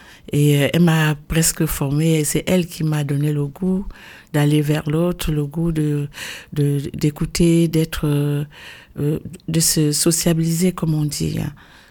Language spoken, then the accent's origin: French; Cameroon; moved away as an adult; now in Valence, France; quand j'arrive à Valence, il y a 23 ans, j'étais déjà une femme active au Cameroun, mon pays d'origine d'où je venais